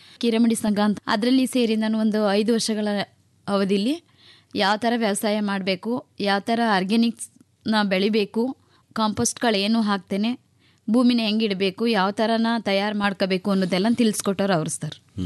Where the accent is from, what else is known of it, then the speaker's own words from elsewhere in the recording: Karnataka, India; also born or lived in Mangainagara; ನಮ್ದು ಹುಟ್ಟೂರು ಬಂದು ಬಿ ಎರಳ್ಳಿ ಸರ್.